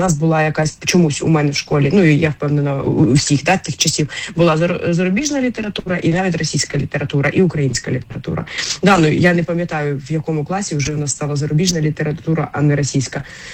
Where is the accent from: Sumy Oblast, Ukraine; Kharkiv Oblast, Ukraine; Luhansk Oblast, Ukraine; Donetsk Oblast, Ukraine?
Kharkiv Oblast, Ukraine; Kharkiv; що я ж кажу, що я сама із Харкова, і я ще, ну, жила там геть недалеко від цього будинку, і добре його знаю.